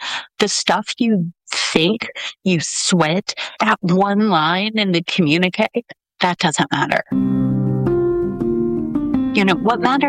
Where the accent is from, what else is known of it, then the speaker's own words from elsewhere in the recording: United States; I'm from the United States.